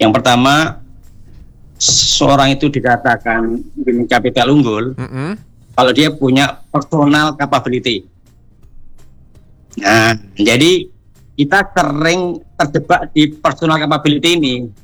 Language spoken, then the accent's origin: Indonesian; Wonogiri, Central Java, Indonesia; now in Bekasi, Indonesia; Kalau asli saya dari Wonogiri, Kang.